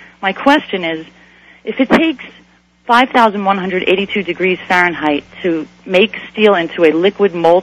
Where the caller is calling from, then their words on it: State College, Pennsylvania, United States; State College, Pennsylvania.